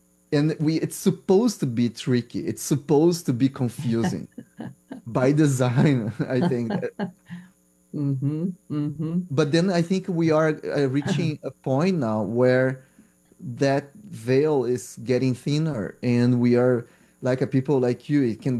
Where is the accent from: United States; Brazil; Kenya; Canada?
Brazil; school because I'm from Brazil, and Brazil medical school is undergrad, so you have to decide either you go that track or this track. So I went to medical school with the goal of understanding the brain. Like growing up in Brazil in the 90s